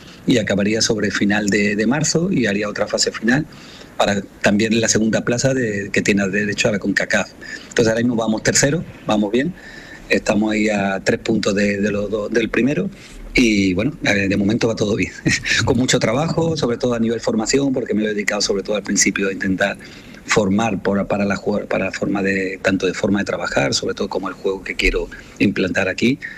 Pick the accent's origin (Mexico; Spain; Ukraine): Spain; now in Dominican Republic; y somos los únicos españoles, pero creo que los únicos españoles que hay en todo el fútbol ahora mismo en República Dominicana.